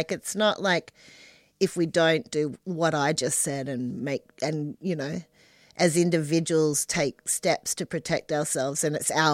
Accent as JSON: {"language": "English", "town": "Perth", "region": "Western Australia", "country": "Australia", "tie": "born or raised there", "moved": "yes", "lives_now": "Victoria, Australia", "said": "I grew up rurally in WA, but then by the time I was a teenager, I was living in Perth"}